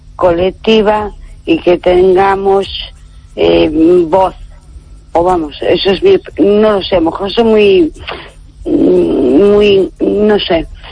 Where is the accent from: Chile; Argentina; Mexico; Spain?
Spain; A Coruña, Galicia; Hola, buenas noches. … de Coruña.